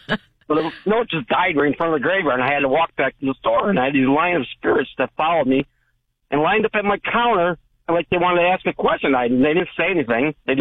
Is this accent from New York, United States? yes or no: yes; New York, United States; now in Maui, United States; But anyways, I'm from upstate New York, and I had a small auto parts business.